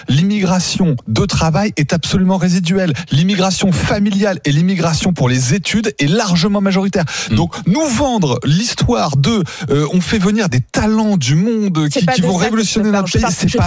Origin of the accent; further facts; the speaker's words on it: France; Il n'y a plus de raison que j'ai une solidarité avec ceux qui sont français comme moi.